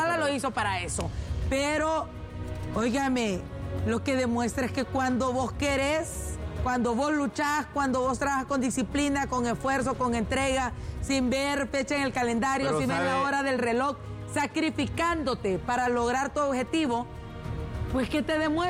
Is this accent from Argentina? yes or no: no; Honduras